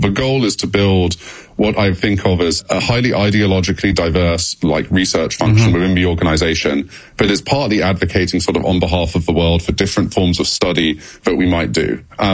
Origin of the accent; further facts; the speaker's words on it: England, United Kingdom; now in San Francisco, United States; Yes, as a as an Englishman, it fills me with such joy